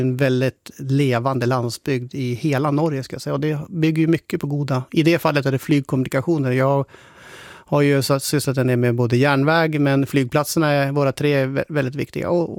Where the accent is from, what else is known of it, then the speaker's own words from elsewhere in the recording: Sundsvall, Västernorrland County, Sweden; also born or lived in Östersund / Stockholm; Men jag är född och uppvuxen i Sundsvall men har bott i både Östersund och Stockholm.